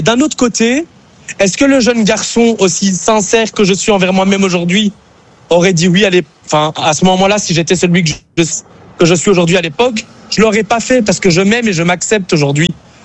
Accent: Brussels, Brussels-Capital Region, Belgium; oui je suis belge, oui. Je viens de Bruxelles.

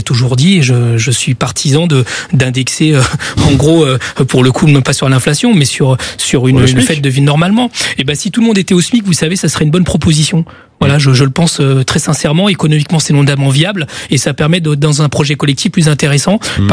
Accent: Chile; Ça a existé dans mon pays d'origine qui s'appelle le Chili.

